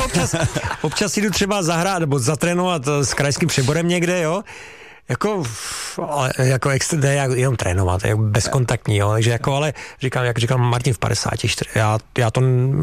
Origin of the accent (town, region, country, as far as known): Hradec Králové, Hradec Králové Region, Czechia; born or raised there; also born or lived in Havlíčkův Brod